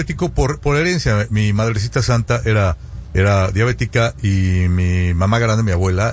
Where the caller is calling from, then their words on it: Sonora, Mexico; yo soy de Sonora y las tortillas de harina son muy populares allá